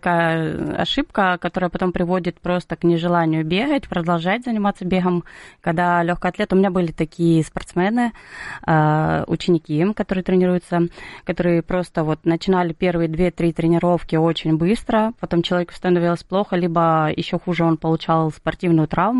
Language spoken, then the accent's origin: Russian; Kislovodsk, Stavropol Krai, Russia; born there